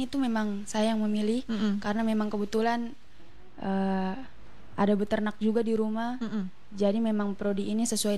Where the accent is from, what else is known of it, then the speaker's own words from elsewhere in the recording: Atambua, East Nusa Tenggara, Indonesia; khususnya saya juga orang Atambua.